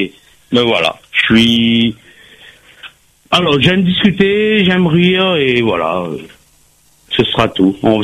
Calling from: Réunion; Je suis de l'Est

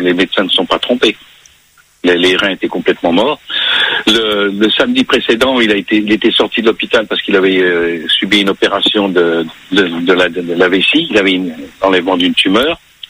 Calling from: Paris, Île-de-France, France; je suis sur Paris

